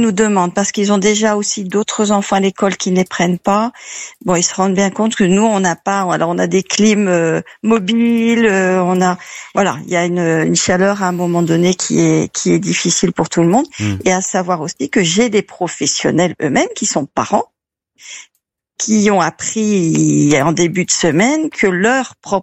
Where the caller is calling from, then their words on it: Hauts-de-France, France; moi je suis dans le Douaisis